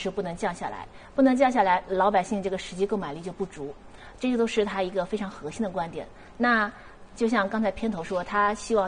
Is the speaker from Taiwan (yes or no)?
no; China; 我们中国人